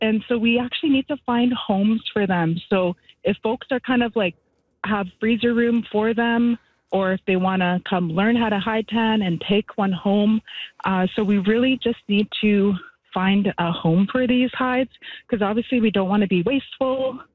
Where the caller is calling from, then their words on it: Canada; I'm from Treaty 6 Territory, from Chaka Sapaisin Band. I'm a Cree artist.